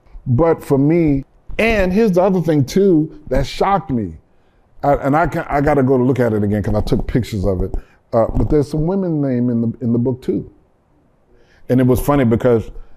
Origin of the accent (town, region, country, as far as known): New Orleans, Louisiana, United States; born or raised there